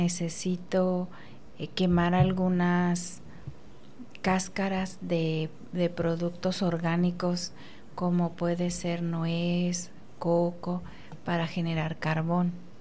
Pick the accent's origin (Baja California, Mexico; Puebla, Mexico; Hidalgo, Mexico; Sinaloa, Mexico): Baja California, Mexico; Mexicali; Soy de Mexicali, Baja California.